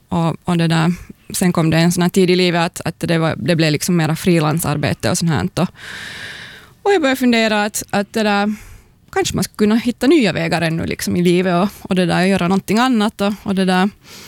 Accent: Kauniainen, Uusimaa, Finland; jag växte upp i Grankulla, och det där, sen började jag, efter gymnasiestudier, så började jag studera vid Åbo Akademi.

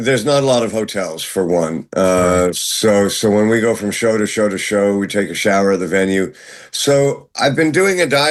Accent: London, United Kingdom; born there; Yes, I was born in London at St. Mary's Hospital

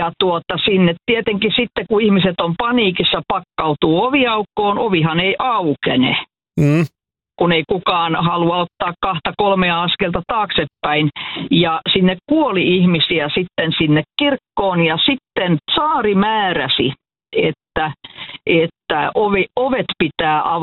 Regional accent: Vantaa, Uusimaa, Finland; Joo, mä oon vantaalainen paikallishistorian harrastaja.

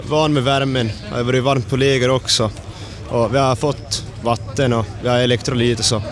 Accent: Vörå, Ostrobothnia, Finland; jag är från Vöro.

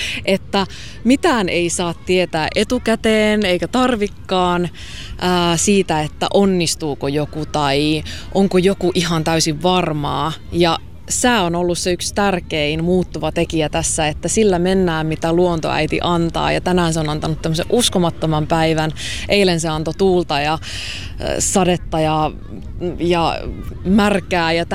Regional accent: Oulu, North Ostrobothnia, Finland; Täällä on tullut monet uinnit uitua lapsena ja Oulussa on asunut tuossa teini-iässä.

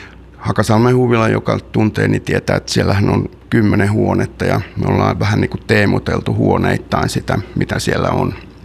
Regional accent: Suolahti, Central Finland, Finland; moved away; Mä oon kotoisin Suolahdesta, Keski-Suomesta.

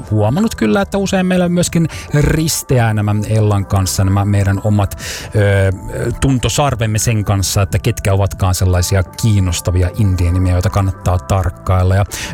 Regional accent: Forssa, Tavastia Proper, Finland; moved away; mä olen Emotional Forcist, koska olen Forcista kotoisin alun perin.

